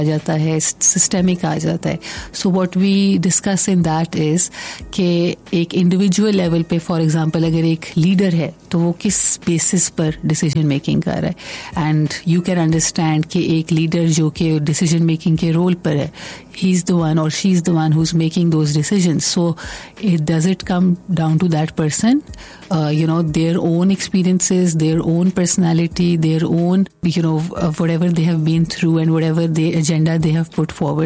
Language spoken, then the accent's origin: English; Pakistan; events that shape each of us as a Pakistani, you know, when we look at our political system and what it is providing for us.